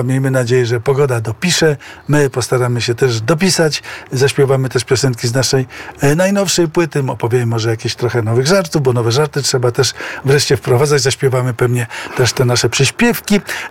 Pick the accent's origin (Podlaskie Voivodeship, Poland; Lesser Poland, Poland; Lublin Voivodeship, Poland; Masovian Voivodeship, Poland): Masovian Voivodeship, Poland; Warsaw; jestem z Międzylesia, czy jestem z tak zwanej linii otwockiej, którą zawsze bardzo lubiłem.